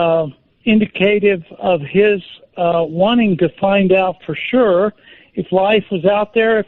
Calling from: Indianapolis, Indiana, United States; I'm from Indianapolis, and I wanted to ask some kind of challenging questions for Seth.

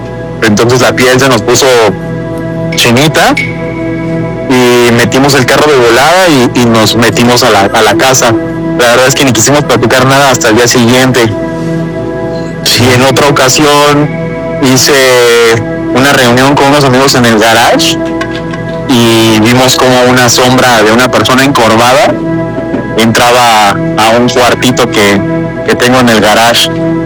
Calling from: State of Mexico, Mexico; Potosí, Cali, Estado de México.

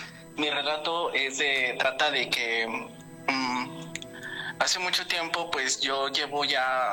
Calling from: Chimalhuacán, State of Mexico, Mexico; Pues ahorita de mi trabajo aquí en Chimalhuacán.

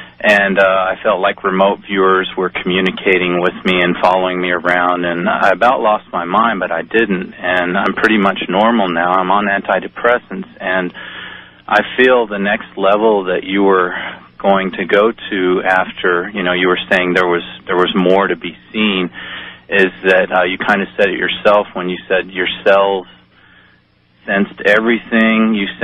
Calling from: Austin, Texas, United States; I'm calling from Austin, Texas.

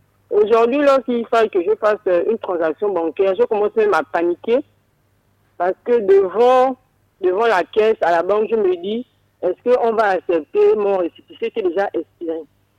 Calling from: Gabon; Moi, je suis Gabonais de souche, d'origine. Je n'ai pas des parents étrangers.

